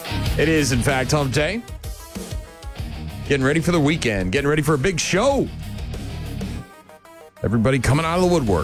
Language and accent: English; Nashua, New Hampshire, United States; One of them was in my hometown. It was a place called Sharky's in Nashua, New Hampshire.